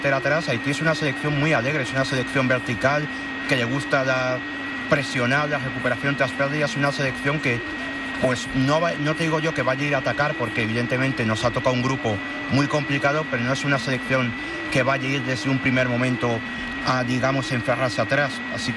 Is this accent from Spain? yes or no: yes; Spain; yo me siento también español porque es donde me he criado, me parece el mejor país del mundo, o sea, un país donde tengo a todos mis amigos, a mi familia